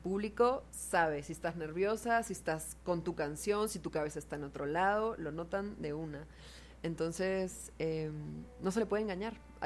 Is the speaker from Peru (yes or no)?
yes; Peru; now in Mexico; yo me siento muy peruana, soy muy peruana, pero sobre todo me siento muy latina.